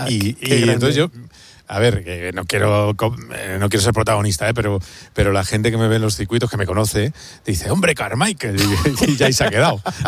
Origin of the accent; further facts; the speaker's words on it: Madrid, Community of Madrid, Spain; Y eso, hombre, está bien, yo como madrileño, pues mira, encantado.